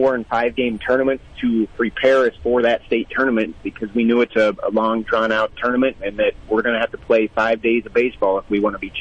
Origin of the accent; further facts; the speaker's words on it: Iowa, United States; I grew up in Southwest Iowa, a big baseball town down there, and grew up playing baseball.